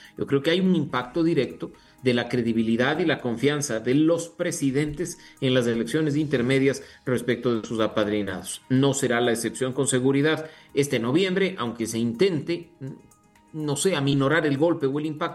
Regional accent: Quito, Pichincha, Ecuador; siendo quiteño

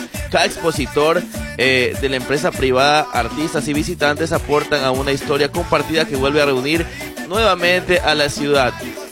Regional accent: Ecuador

